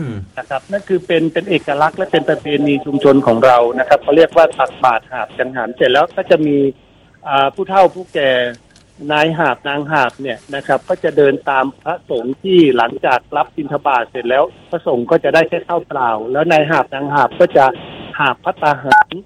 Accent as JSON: {"language": "Thai", "area": "Tron District", "region": "Uttaradit", "country": "Thailand", "said": "มาตั้งถิ่นฐานตามลำน้ำปัจจุบันของเราเนี่ยอยู่ริมแม่น้ำน่านนะครับอยู่ที่ตำบลหาดสองแควอำเภอตรอนจังหวัดอุตรดิตถ์"}